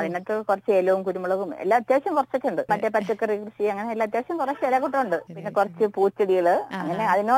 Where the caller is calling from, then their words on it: Rajakkad, Kerala, India; ഞങ്ങൾ രണ്ടുപേരും രാജാക്കാട്.